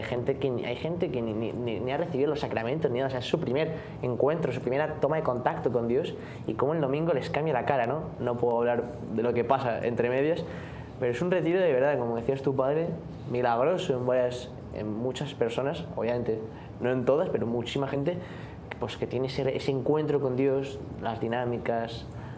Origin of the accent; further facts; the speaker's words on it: Spain; Y yo que vengo de España también, pues allí hay FETA casi, no en todas, pero en muchísimas parroquias.